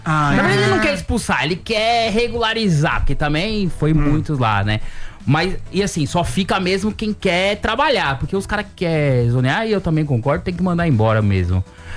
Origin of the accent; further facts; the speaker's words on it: São Paulo, Brazil; Na verdade, eu sou paulistano, né?